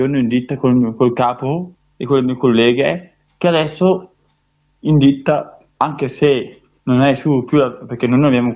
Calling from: Polaveno, Lombardy, Italy; Io sono tedesco di Polaveno.

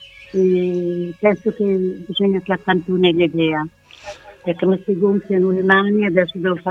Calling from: Lombardy, Italy; non vorrei dire il paese, ma è sul bresciano.

